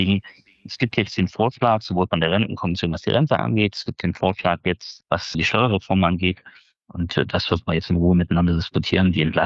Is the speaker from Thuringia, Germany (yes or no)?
yes; Jena, Thuringia, Germany; Wenn ich mir überlege, aus meiner Heimatstadt Jena fliegen Sensoren zum Mond oder zum Mars.